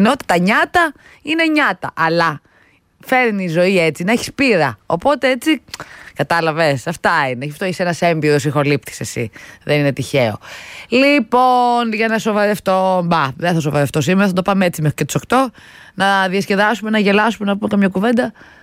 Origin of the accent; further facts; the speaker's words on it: Pyrgos, Western Greece, Greece; Είδα κάτι φίλους από την Πελοπόννησο που θες από τον πύργο από το χωριό μου